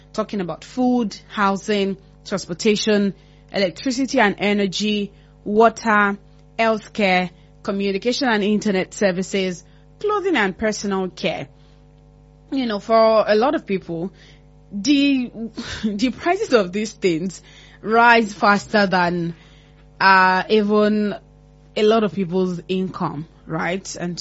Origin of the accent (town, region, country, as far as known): Nigeria